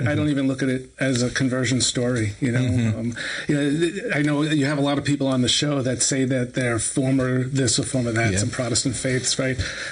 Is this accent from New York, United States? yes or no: yes; Brooklyn, New York, United States; And then my neighborhood, by the way, where I grew up in Brooklyn, I grew up in a neighborhood that was 99% Jewish, right?